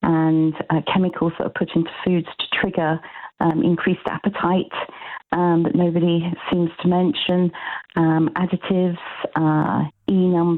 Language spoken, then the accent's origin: English; United Kingdom